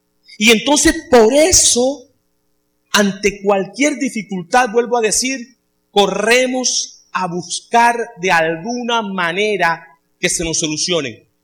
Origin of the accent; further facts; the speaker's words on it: Caribbean coast, Colombia; moved away; Para mí como costeño, como hombre de Colombia que nunca ha trabajado aquí y que ahora me quieran nuevamente llevar lejos, es doloroso, es arrancarme de mi costa.